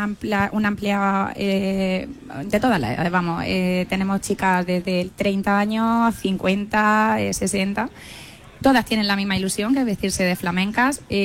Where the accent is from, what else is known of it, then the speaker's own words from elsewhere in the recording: Almería, Andalusia, Spain; ¿por qué no vestirme en mi tierra? Que lo echo claro de menos.